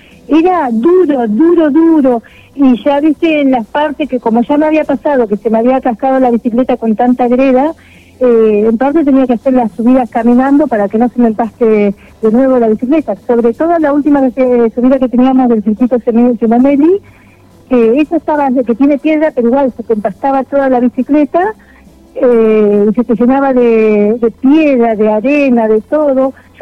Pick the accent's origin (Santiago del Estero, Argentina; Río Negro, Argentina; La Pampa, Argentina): Río Negro, Argentina; Cervantes; y más en mi pueblo.